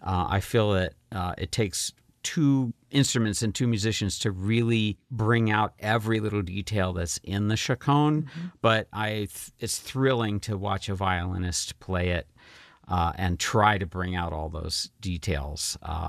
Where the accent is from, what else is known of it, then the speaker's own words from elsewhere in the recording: Pennsylvania, United States; now in Lansing, United States; My classical music station growing up in Pennsylvania was really formative for me.